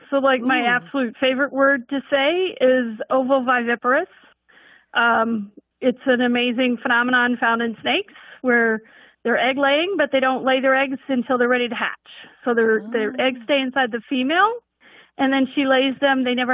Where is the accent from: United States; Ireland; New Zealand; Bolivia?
United States; Bismarck, North Dakota; I'm from Bismarck, North Dakota.